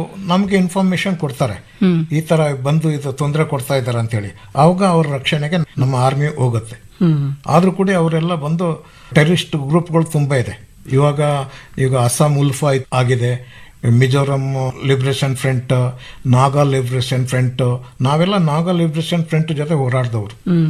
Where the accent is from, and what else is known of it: Karnataka, India; born or raised there